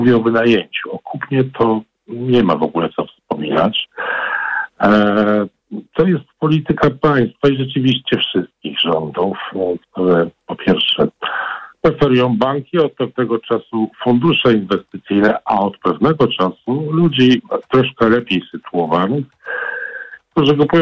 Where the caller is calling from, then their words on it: Kraków, Lesser Poland, Poland; ja akurat dzwonię z Krakowa.